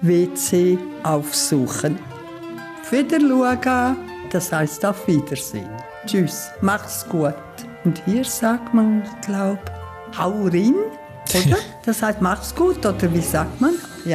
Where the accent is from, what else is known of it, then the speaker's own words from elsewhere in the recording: Liechtenstein; now in Möser, Germany; Seit 11 Jahren wohne ich in Möser und eigentlich komme ich aus Liechtenstein.